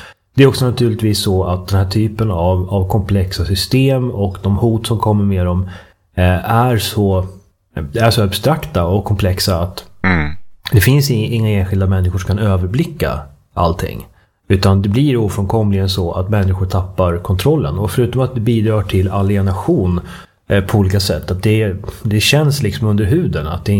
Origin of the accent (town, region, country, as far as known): Sweden